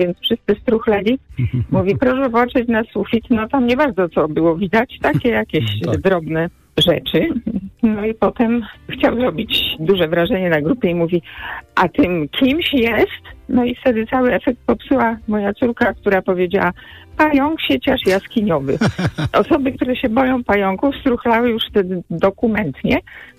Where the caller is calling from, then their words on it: Poznań, Greater Poland Voivodeship, Poland; Dzwonię z Poznania